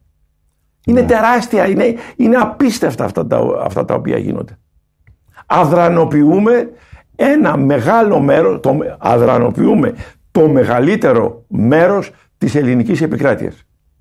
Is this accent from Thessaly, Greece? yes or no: no; Iraklia, South Aegean, Greece; Δηλαδή στο νησί μου, στην Ηρακλιά